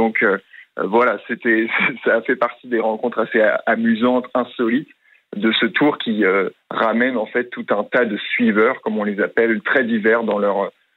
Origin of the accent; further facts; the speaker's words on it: Valenciennes, Hauts-de-France, France; dans le nord de la France, j'ai grandi moi-même à Valenciennes